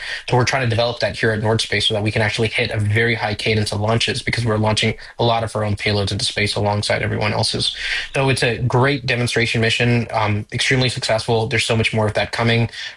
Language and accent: English; Toronto, Ontario, Canada; I basically was you know, born and raised in Toronto, sort of the Jane and Finch area